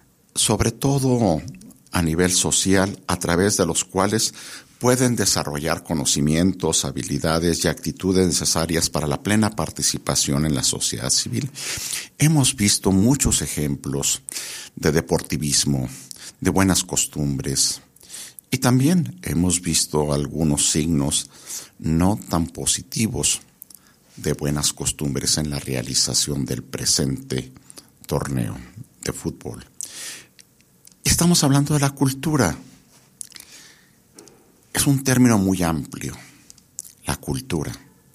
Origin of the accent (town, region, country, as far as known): Mexico